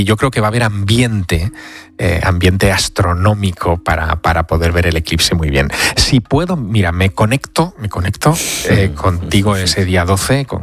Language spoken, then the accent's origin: Spanish; Teruel, Aragon, Spain; Pues mira, me voy a Teruel, a mi ciudad natal.